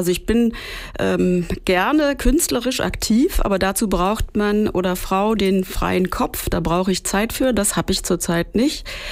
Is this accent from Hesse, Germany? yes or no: yes; Frankfurt am Main, Hesse, Germany; moved away as an adult; also born or lived in Mainz / Berlin; Ich komme aus Frankfurt-Main, bin also Städterin aufgewachsen, auch direkt in der Innenstadt, bin da zur Schule gegangen, habe da auch mein Abitur gemacht und habe lange Jahre auch in Frankfurt gelebt, bis nach dem Abitur. Dann habe ich studiert in Mainz, also gleich nebenan von Frankfurt.